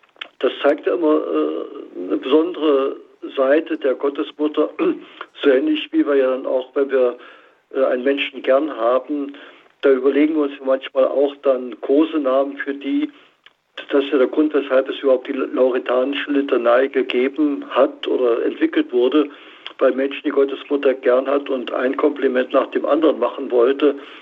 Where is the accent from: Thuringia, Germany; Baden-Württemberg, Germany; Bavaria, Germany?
Thuringia, Germany; Oder in meiner Heimat, im Eichsfeld, im Etzelsbach, gibt es eine Pieta